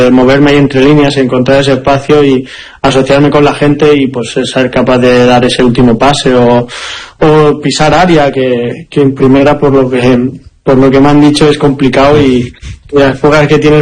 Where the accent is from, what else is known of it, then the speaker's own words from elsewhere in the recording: Barcelona, Catalonia, Spain; moved away; yo soy más de Barcelona.